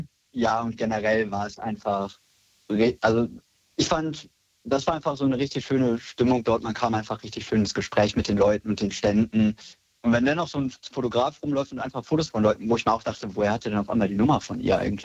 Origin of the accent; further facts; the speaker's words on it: Solingen, North Rhine-Westphalia, Germany; Also hier in meiner Heimatstadt, Solingen, da ist der CSD so ein bisschen gewachsen